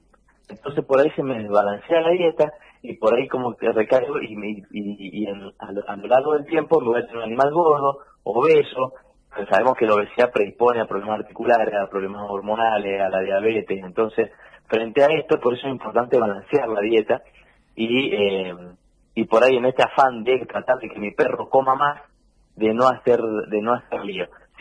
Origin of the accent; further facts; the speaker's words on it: Real del Padre, Mendoza, Argentina; Yo soy de Real del Padre.